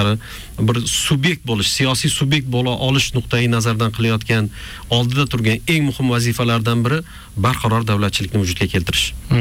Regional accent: Khorezm Region, Uzbekistan; Nima Sanjarbek, men o'z Xorazmdanman-ku. Urganch shevasi bilan Ozarbayjon tili o'rtasida deyarli farq yo'q.

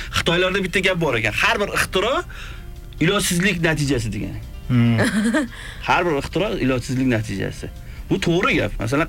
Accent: Tashkent, Uzbekistan; Albatta, mana shu Sergelida, Xonobod, mana shu shahar chekkasida Xonobodda tug'ilganman, o'sha tug'ilib o'sganman.

